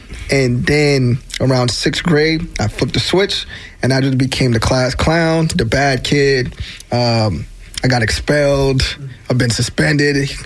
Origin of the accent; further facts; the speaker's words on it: Bronx, New York, United States; is born and raised Bronx, New York.